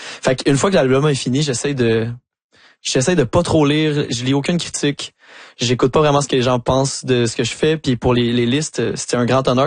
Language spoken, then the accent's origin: French; Saint-Hyacinthe, Quebec, Canada; moi je viens de Saint-Hyacinthe qui est une ville agricole